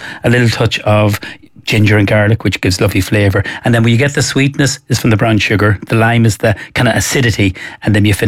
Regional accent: County Cavan, Ireland; I know we're from Cavan

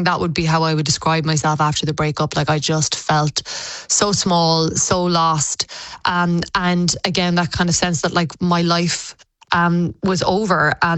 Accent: Clonakilty, Munster, Ireland; Yeah, you know, I'm from Clonakilty. You know, my parents own O'Neill's Butcher Shop on the main street there. And it has always been a safe place for me.

